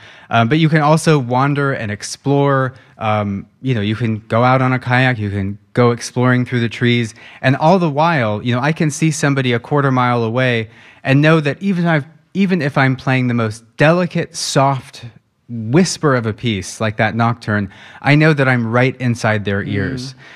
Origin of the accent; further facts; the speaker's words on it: Sunriver, Oregon, United States; moved away as an adult; also born or lived in Los Angeles / London; I grew up in Sun River, Oregon